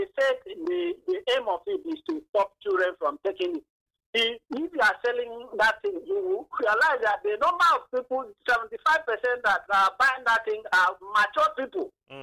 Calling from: Akwa Ibom, Nigeria; I'm calling from Akwa Ibom.

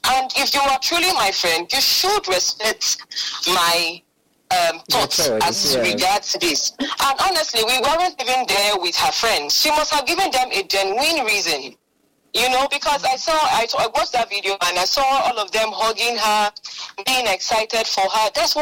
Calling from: Calabar, Cross River, Nigeria; I am calling from Calabar South

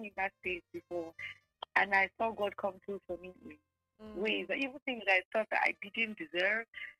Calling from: Canada; I'm calling from Canada.

